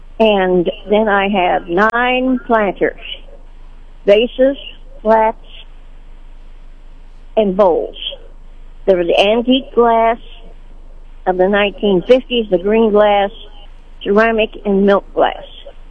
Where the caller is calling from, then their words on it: Sedalia, Missouri, United States; I'm calling from Sedalia.